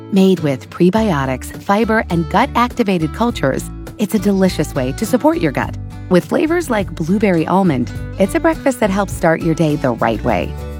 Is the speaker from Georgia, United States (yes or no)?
no; Albuquerque, New Mexico, United States; from Albuquerque.